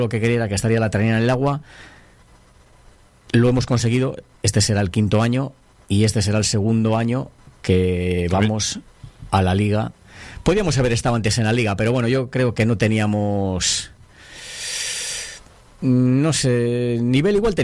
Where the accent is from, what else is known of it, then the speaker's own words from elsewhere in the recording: Riva de Ruesga, Cantabria, Spain; Yo soy de Riva de Ruesga.